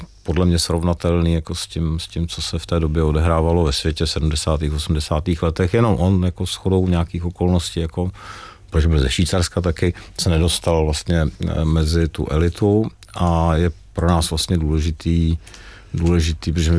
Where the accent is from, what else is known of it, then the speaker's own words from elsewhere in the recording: Aš, Karlovy Vary Region, Czechia; Já jsem teda z Aše